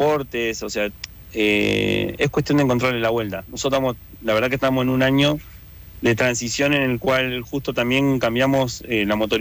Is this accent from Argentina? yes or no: yes; Buenos Aires Province, Argentina; yo soy de Buenos Aires, o sea, viajo siempre, no es que no viajo, viajo siempre, o sea, yo corro en ASME, pero vivo en Tigre, Buenos Aires